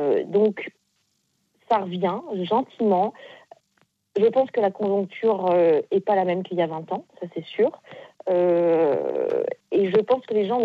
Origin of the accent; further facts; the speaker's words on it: Beaulieu-Roi, France; Alors, moi, je suis de Beaulieu-Roi, donc nous sommes 1300 habitants.